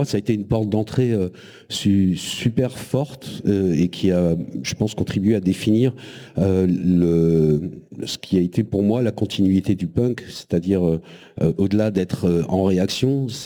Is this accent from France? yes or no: yes; Auvergne-Rhône-Alpes, France; J'ai grandi en Haute-Loire dans des communautés hippies.